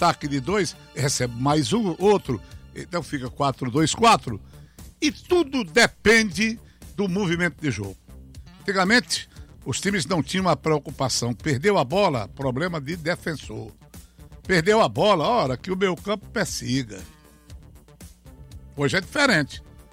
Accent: Ceará, Brazil; Nós somos do Ceará e nós temos o nosso jeito de falar, o nosso jeito de ser. Nós temos os nossos comeres, os nossos saberes, os nossos beberes.

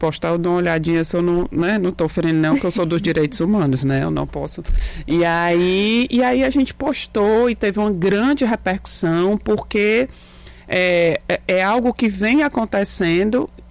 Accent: Fortaleza, Ceará, Brazil; eu sou da periferia de Fortaleza

